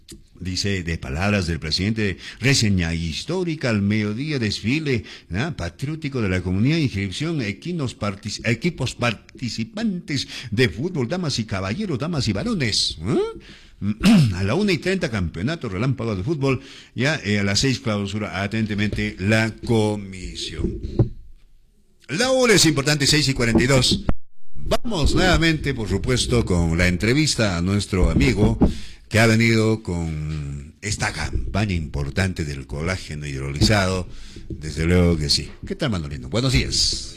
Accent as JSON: {"language": "Spanish", "town": "Sicuani", "region": "Cusco", "country": "Peru", "said": "Saludos a mi tierra linda, la tierra de Sicuani lindo."}